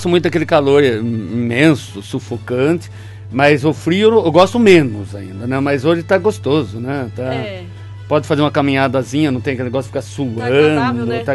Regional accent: Paulista, São Paulo, Brazil; Nós somos paulistas

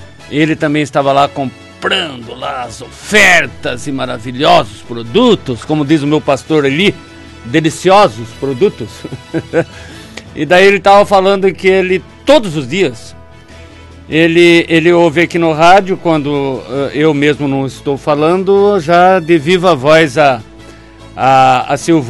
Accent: Paulista, São Paulo, Brazil; Nós somos paulistas

